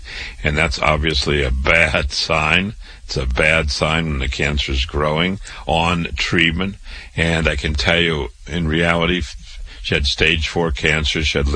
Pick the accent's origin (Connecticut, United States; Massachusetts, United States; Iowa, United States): Iowa, United States; Waterloo; I was born and raised in Waterloo, Iowa. I went to public school, university, medical school, MD at 25